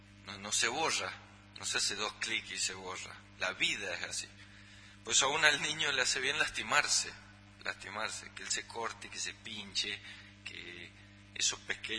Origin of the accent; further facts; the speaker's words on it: Argentina; born there; nací en la Argentina